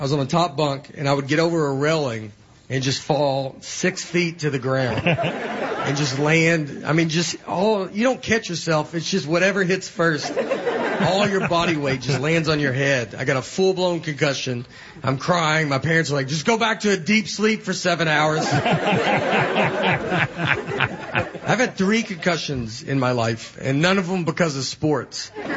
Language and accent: English; Old Hickory, Tennessee, United States; So I grew up in Old Hickory, Tennessee